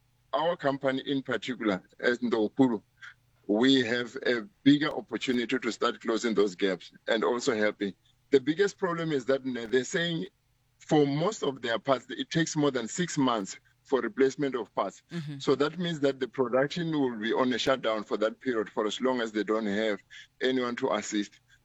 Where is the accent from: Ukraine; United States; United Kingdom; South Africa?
South Africa; as a South African